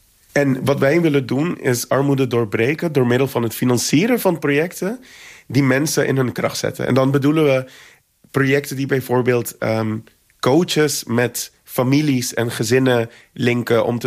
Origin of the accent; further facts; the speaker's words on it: Aruba; voor mij als Arubaan zijnde